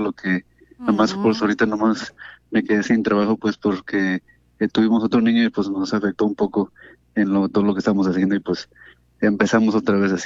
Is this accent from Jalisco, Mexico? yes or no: yes; Jalisco, Mexico; now in Santa Ana, United States; Yo soy de aquí, de Santana, pero yo soy de Jalisco.